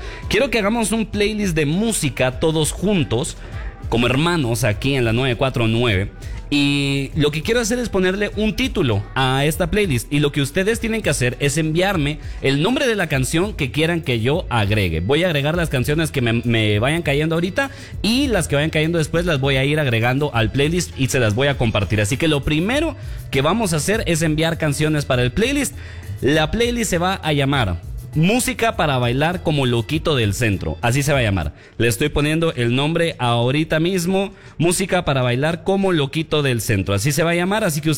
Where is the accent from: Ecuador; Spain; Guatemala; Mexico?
Guatemala; Hoy soy más guatemalteco que comer tamal con tortilla. Yo así me siento hoy, mucha. Completamente así de chapín. Así de guatemalteco. Hoy soy más guatemalteco que tortilla con chicharrón de bolsa.